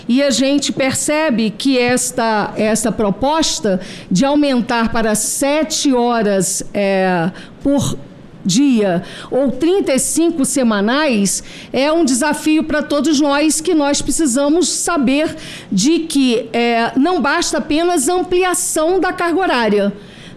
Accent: Campos dos Goytacazes, Rio de Janeiro, Brazil; Eu sou do município de Campos Goytacazes, estado do Rio de Janeiro.

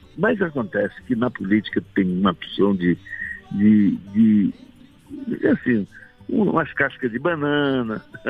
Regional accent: Vitória da Conquista, Bahia, Brazil; a cultura daqui da minha terra de Vitória da Conquista

